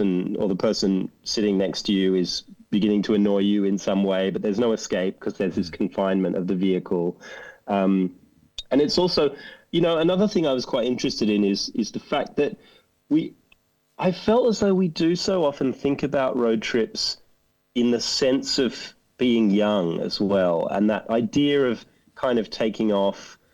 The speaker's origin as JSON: {"language": "English", "country": "Australia", "tie": "born there", "also_born_or_lived": "United Kingdom", "said": "growing up in Australia, or mainly in Australia in my case, I did spend some time in the UK as well."}